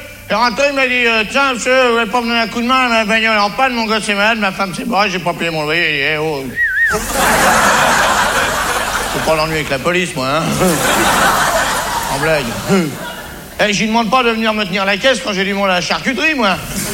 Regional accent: France

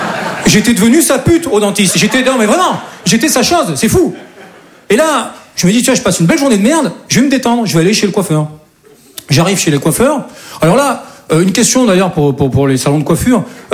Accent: south of France, France; now in Paris, France; Je dis ça parce que moi, je viens du sud de la France. Et chez nous, c'est un peu plus tranquille, quoi. Et, moi, voilà, je suis monté sur Paris, voilà, pour devenir comédien.

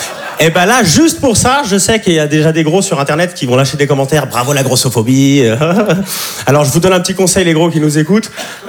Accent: Switzerland; Enfin, vous, vous me voyez comme un provincial, parce que je suis suisse

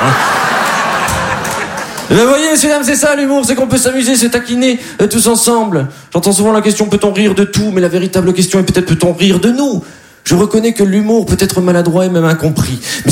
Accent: Dunkirk, Hauts-de-France, France; Eh ben moi, je suis de Dunkerque. Et vous voyez bien, je parle bien. Je conjugue les verbes.

